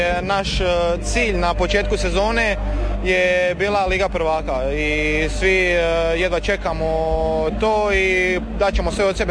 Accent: Slavonia, Croatia; to je obaveza kad se dođe ovdje kao Slavonac, morate napraviti i ubaciti u more.

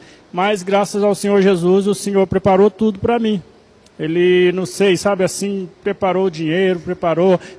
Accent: Minas Gerais, Brazil; Eu sou de Minas.

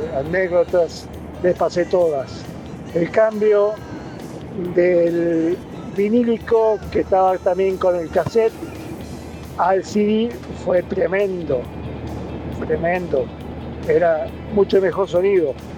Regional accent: Mendoza, Argentina; Voy a cruzar para Mendoza, soy de Mendoza. Tengo 63 años.

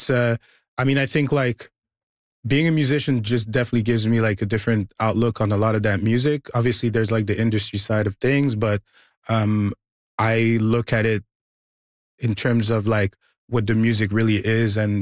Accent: Mali; I'm from Mali.

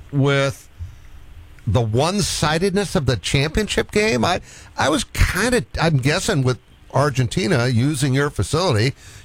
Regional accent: Boston, Massachusetts, United States; I'm from Boston, as you know

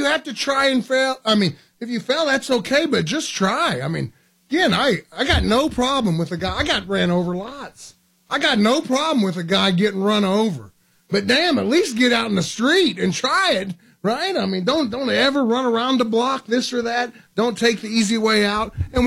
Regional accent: Edmonton, Alberta, Canada; I grew up in Edmonton.

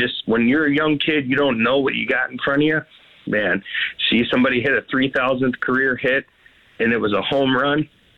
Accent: Detroit, Michigan, United States; also born or lived in Florida; now in Knoxville, United States; And I'm from Detroit, Michigan, and I can't be with my father today, but we love baseball, and we love the Tigers.

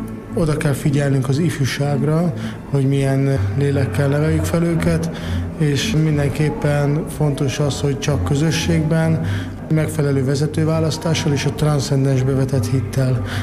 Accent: Hungary

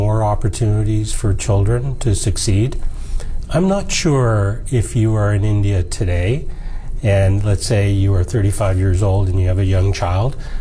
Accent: Toronto, Ontario, Canada; I spent most of my time growing up in the Malvern neighborhood, so okay. We would have been close. And as you may recall, we were probably in Scarborough.

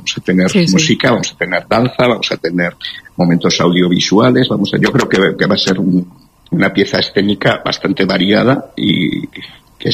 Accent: Hernani, Basque Country, Spain; en Hernani, de donde soy yo

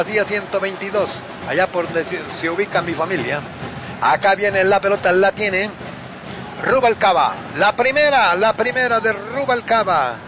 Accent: Jacaleapa, El Paraíso, Honduras; allá en mi pueblo, Jacaleapa

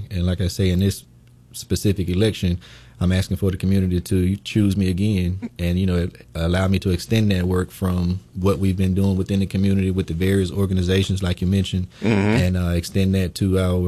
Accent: Bessemer, Alabama, United States; I'm a lifelong resident of Bessemer. Been in Bessemer my whole life. So you know, I'm very proud to say I'm from Bessemer.

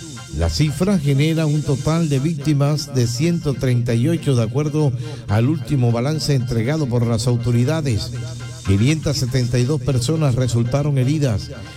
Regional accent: Colombia; Somos colombianos, somos un pueblo trabajador, valiente, solidario y resiliente.

